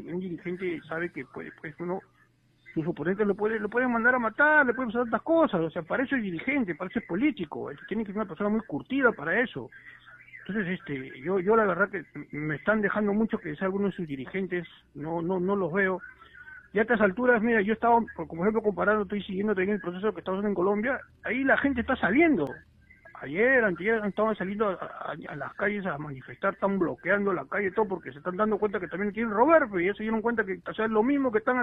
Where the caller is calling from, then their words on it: Lima, Peru; Acá, de Omán de Lima.